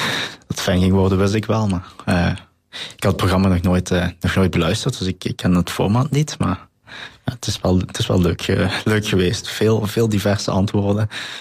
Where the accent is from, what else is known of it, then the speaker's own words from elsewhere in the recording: Bilzen, Flanders, Belgium; ik kom uit Bilze.